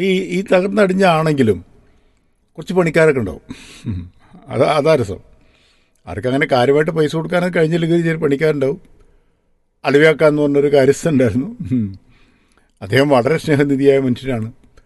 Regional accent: Pappinippara, Kerala, India; മലപ്പുറം ജില്ലക്കാരൻ എന്ന നിലയിൽ ഏറെ അഭിമാനിക്കുന്ന ഒരാളാണ് ഞാൻ. ഞാൻ ജനിച്ചത് വളർന്നതൊക്കെ തന്നെ മഞ്ചേരിക്കടുത്തുള്ള പാപ്പിനിപ്പാറ എന്ന് പറയുന്ന ഗ്രാമത്തിലാണ്. അവിടെ ഏതാണ്ട് തകർന്നു കടിഞ്ഞ ഒരു നായർ തറവാട്ടിലാണ് എൻ്റെ ജനനം.

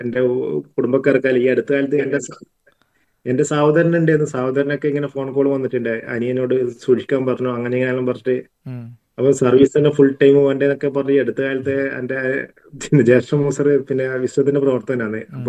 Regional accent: Pazhayangadi, Kerala, India; ഞങ്ങളുടെ നാട്ടിലൊരു പഴയങ്ങാടി

